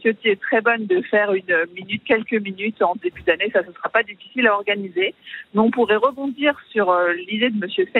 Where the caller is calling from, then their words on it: Boulogne-Billancourt, Île-de-France, France; je suis Boulogne-Billancourt, mais là, j'arrive de Normandie.